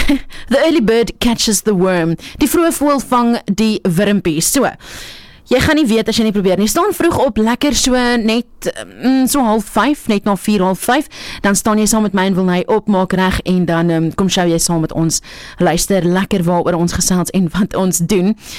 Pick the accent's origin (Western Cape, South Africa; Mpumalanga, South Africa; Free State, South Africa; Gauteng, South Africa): Gauteng, South Africa; Pretoria; As jy nie weet waar ek vandaan kom nie, oorspronklik van Pretoria.